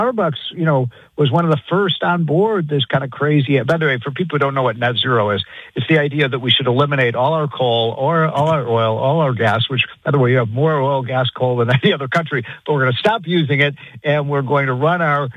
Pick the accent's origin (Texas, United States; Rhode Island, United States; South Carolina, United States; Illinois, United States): Illinois, United States; New York, New Jersey, California, my home state of Illinois, Connecticut, Massachusetts, runaway costs.